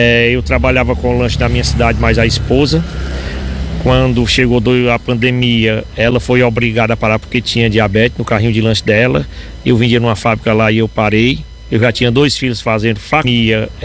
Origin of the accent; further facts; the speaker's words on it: Santa Quitéria, Ceará, Brazil; eu venho da cidade de Santa Quitéria, no Ceará, e sou conhecido como … pelo Nordeste.